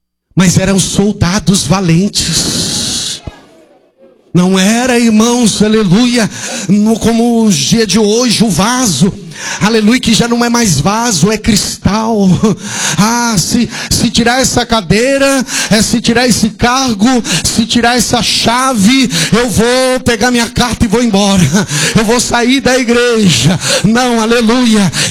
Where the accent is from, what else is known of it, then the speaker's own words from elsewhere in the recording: Salvador, Bahia, Brazil; eu sou baiano, sou lá de Salvador, sotério politano.